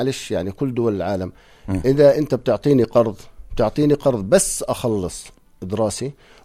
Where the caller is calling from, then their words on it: Jordan; عندنا في الأردن